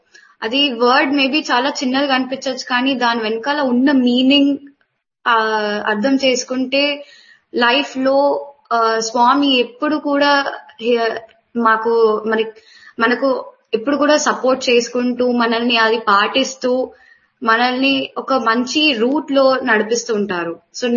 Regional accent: Hyderabad, Telangana, India; moved away as an adult; now in Dehradun, India; నా home town Hyderabad. Present నేను ఇప్పుడు దేహ్రాదూన్ లో ఉంటున్నాను.

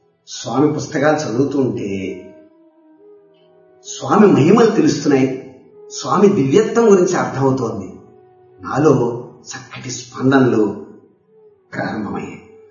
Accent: Kolamuru, Andhra Pradesh, India; 1963 నా చిన్నతనం. రాజమహేంద్రికి సమీపంలో ఉన్నటువంటి మా స్వగ్రామం కోలమూరు

